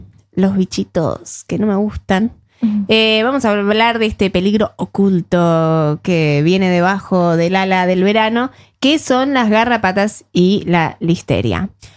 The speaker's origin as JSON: {"language": "Spanish", "country": "Argentina", "said": "Ahora me puse así como argentina patriota."}